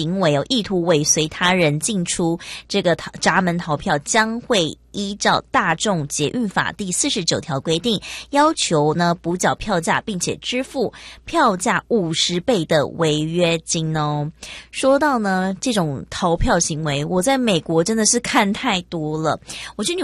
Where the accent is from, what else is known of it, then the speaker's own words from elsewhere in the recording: Taiwan; 我们台湾人